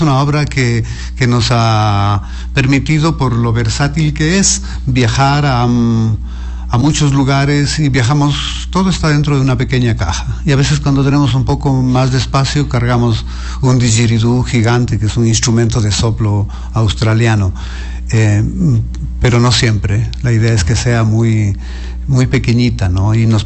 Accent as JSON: {"language": "Spanish", "country": "Ecuador", "said": "Yo soy ecuatoriano."}